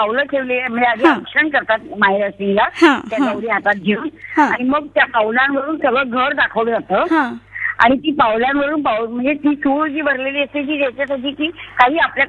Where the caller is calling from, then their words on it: Kalyan, Maharashtra, India; कल्याण बोलते.